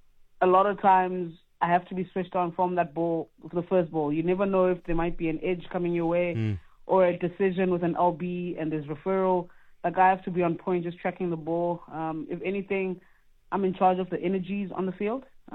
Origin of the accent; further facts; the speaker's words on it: East London, Eastern Cape, South Africa; moved away; But growing up in Kugompo was always like a challenge